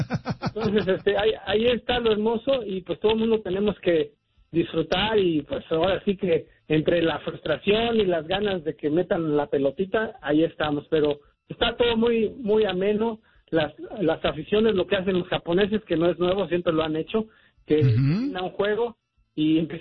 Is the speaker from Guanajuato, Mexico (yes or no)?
no; Mexico City, Mexico; now in Tijuana, Mexico; he tenido oportunidad de estar en muchos lugares de mi querido México y siempre me han tratado muy bien, aunque sepan que soy chilango.